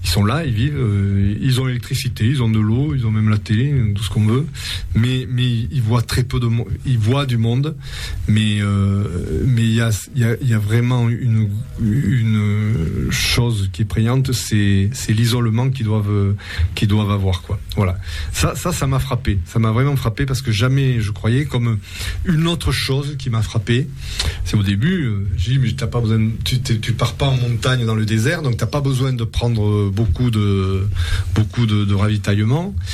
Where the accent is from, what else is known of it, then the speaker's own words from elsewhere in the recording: France; je suis français, mais moi, je parle la langue d'ici.